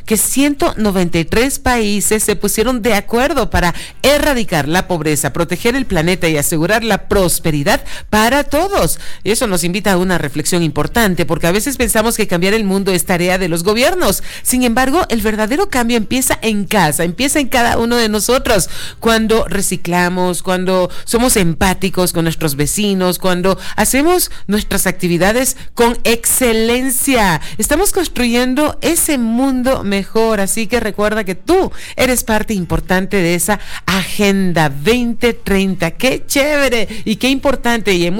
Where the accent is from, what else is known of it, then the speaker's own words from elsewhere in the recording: Panama; Un beso grande a mi tierra, por supuesto, puente del mundo, corazón del universo, la cinturita de las Américas, que es tan hermosa.